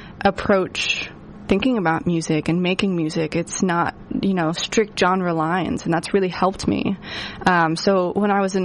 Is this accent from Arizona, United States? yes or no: yes; Tucson, Arizona, United States; born there; also born or lived in Orange County, California / San Diego, California; So I grew up, I was born in Orange County and grew up from when I was born until about fourth grade in San Diego, actually. And my family, my mom and dad, it was just the three of us. We moved to Tucson, Arizona when I was in fifth grade.